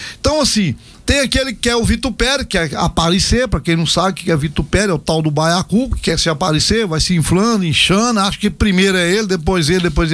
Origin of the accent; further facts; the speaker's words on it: Porangatu, Goiás, Brazil; born there; moved away; Aí eu, aí lá em Porongatu, meu aniversário, meu presente, a minha avó me dava era rapadura.